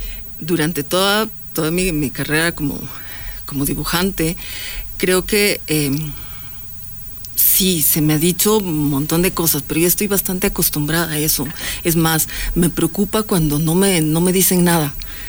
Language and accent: Spanish; Ecuador; nosotros como ecuatorianos